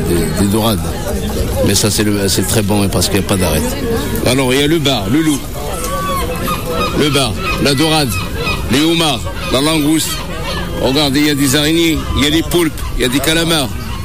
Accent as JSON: {"language": "French", "region": "Brittany", "country": "France", "said": "Alors, nous, on est des Bretons du Sud."}